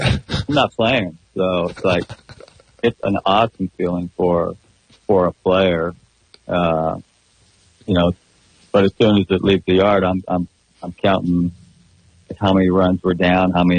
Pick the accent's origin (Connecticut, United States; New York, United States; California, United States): California, United States; San Luis Obispo; in my entire existence growing up in San Luis